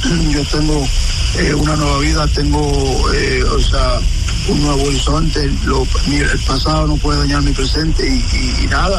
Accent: Dominican Republic; fue el jugador que todos nosotros como dominicanos, como yo, como señor Estado, pues le daba seguimiento

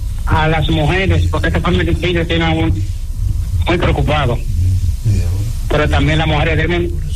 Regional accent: Santo Domingo Este, Santo Domingo, Dominican Republic; Buenos días desde San Domingo Este, mi tierra natal.

